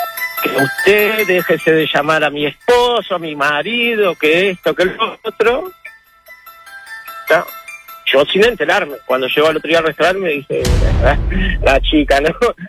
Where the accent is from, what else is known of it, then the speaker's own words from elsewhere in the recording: Uruguay; yo soy morochito, viste, soy uruguayo morochito.